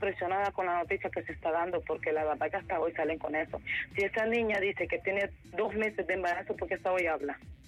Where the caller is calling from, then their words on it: Danlí, El Paraíso, Honduras; Sí, soy de Danlí El Paraíso